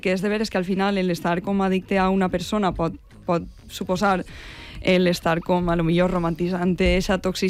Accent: Benissa, Valencian Community, Spain; Jo sóc de Benissa.

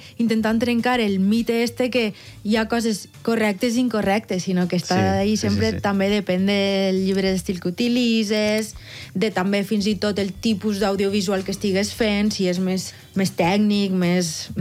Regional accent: Valencian Community, Spain; Jo soc de la Plana Baixa

